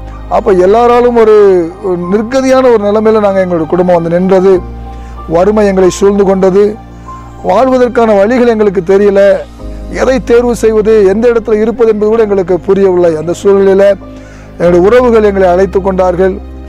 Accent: Tirunelveli district, Tamil Nadu, India; திருநெல்வேலி மாவட்டத்தில் சங்கரன்கோவில் தாலுக்காவில் பனையூர் என்கின்ற கிராமத்தில் ஒரு பெரிய குடும்பத்தில் நான் பிறந்தேன். என்னுடைய பிறப்பு 4வது மகனாக நான் பிறந்தாலும் கூட எனக்கு பின்னால் 2 பேர் எங்கள் குடும்பம், ஒரு பெரிய குடும்பம், 6 பேர் நாங்கள். எங்கள் குடும்பத்தில் கிறிஸ்தவ குடும்பம் தான்

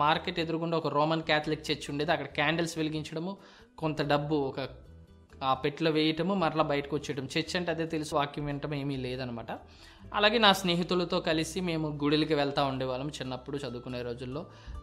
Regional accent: Hyderabad, Telangana, India; born there; also born or lived in Tanuku; హిందీ నేను చిన్నప్పటి నుంచి బాగా చదవగలిగేవాడిని, రాయగలిగేవాడిని. మరి హైదరాబాద్లో పెరగడం

